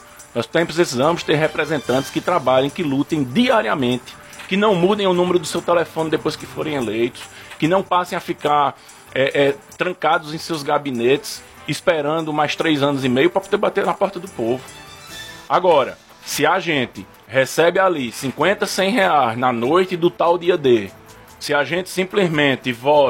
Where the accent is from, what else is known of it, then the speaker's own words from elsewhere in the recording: Caruaru, Pernambuco, Brazil; Mas Caruaru é minha terra, eu cresci aqui